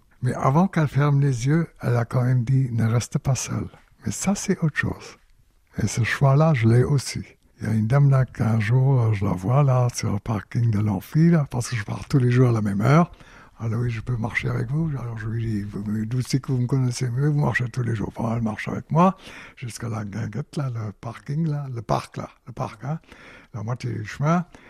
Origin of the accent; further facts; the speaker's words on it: Paris, Île-de-France, France; Et qui me raconte un petit peu que je suis une Parisienne. On vient de Paris, voilà.